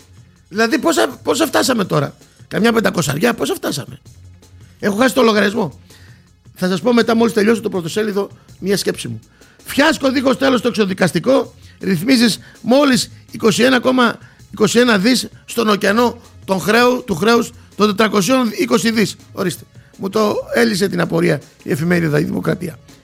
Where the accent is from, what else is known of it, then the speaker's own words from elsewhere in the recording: Greece; σαν Έλληνας πολίτης